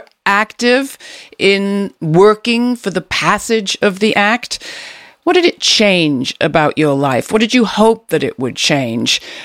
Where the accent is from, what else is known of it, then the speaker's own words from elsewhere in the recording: England, United Kingdom; moved away; where I grew up in England